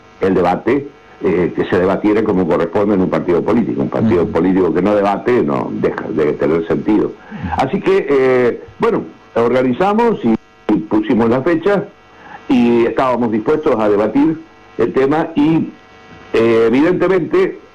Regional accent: Entre Ríos, Argentina; Yo soy de Islas del Ibicuí.

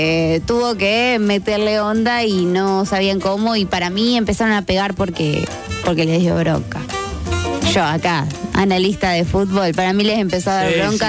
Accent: Argentina; Somos Argentina nosotros.

